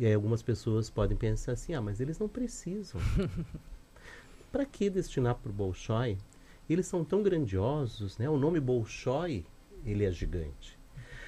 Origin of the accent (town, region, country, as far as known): Joinville, Santa Catarina, Brazil